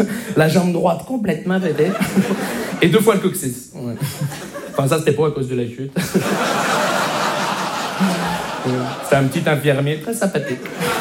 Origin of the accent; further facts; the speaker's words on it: Montreal, Quebec, Canada; Bonjour, je me présente … je viens de Montréal.